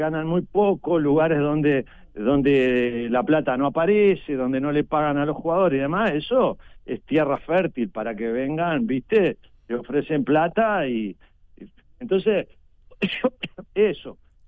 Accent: Uruguay

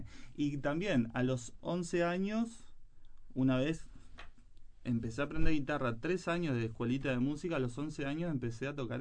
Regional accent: Carmelo, Colonia, Uruguay; moved away as an adult; soy de Carmelo, me vine para acá a los 18, IPA.

